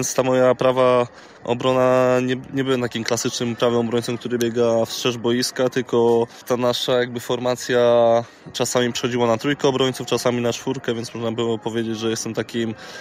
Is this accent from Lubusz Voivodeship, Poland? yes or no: yes; Gorzów Wielkopolski, Lubusz Voivodeship, Poland; now in Italy; Chciałem przyjechać, zobaczyć, jak to tutaj u nas w Gorzowie wygląda.